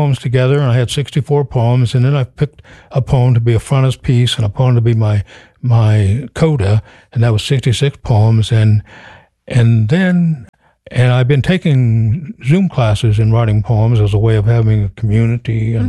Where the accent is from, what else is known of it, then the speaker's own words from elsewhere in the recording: Connersville, Indiana, United States; I grew up in Connersville, and, mm-hmm.